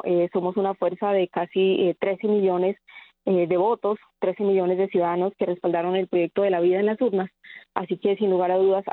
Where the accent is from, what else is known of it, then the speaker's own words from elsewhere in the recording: Putumayo, Colombia; yo vengo del departamento del Putumayo